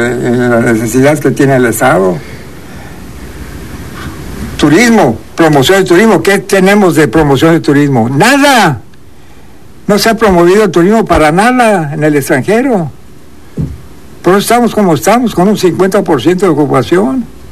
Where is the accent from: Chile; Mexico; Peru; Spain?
Mexico; porque somos mexicanos de corazón, todos nosotros